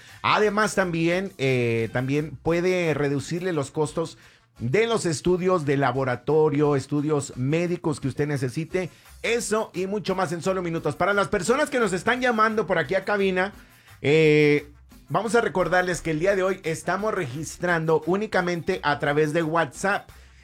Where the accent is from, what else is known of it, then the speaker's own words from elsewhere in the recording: Cuautla, Morelos, Mexico; moved away; Yo, yo crecí en Cuautla, Morelos, allá, muy cerca de Yecapixtla, donde viene la original cecina.